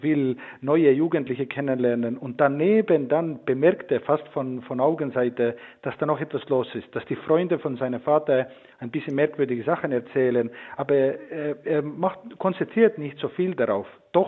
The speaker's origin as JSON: {"language": "German", "country": "Estonia", "second_language": "German", "said": "Ich hatte sogar Möglichkeit, eine Regisseurin aus Estland, aus meinem Heimatland mitzubringen."}